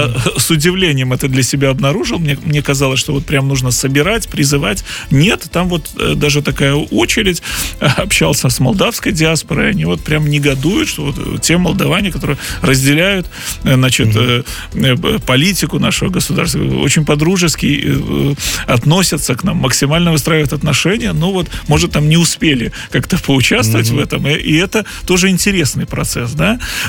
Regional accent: Belarus

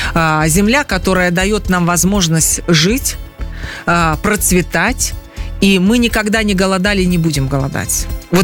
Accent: Belarus; мы белорусы, мирная нация, и наш уголок, родной дом, да, он действительно спокойный и уютный.

